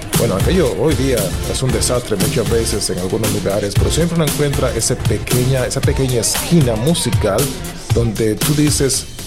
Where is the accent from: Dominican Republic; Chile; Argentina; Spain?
Dominican Republic; moved away; estoy transmitiendo de forma remota en República Dominicana, y recuerdo que estando creciendo aquí en República Dominicana